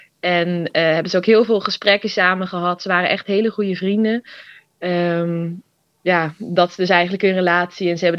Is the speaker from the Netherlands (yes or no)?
yes; North Holland, Netherlands; Ik ben 21. Ik kom uit Noord-Holland.